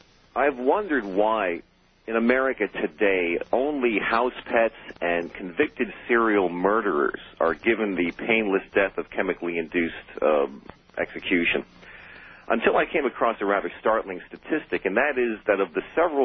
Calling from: Yonkers, New York, United States; I'm calling from Yonkers, New York, listening on 77 WABC.

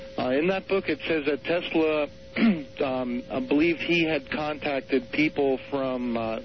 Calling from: San Jose, California, United States; I'm calling from San Jose, California.

